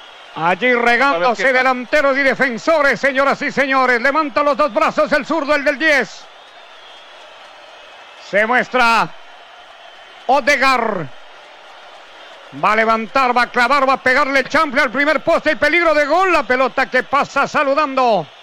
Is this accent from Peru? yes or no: yes; Peru; Yo soy orgullosamente peruano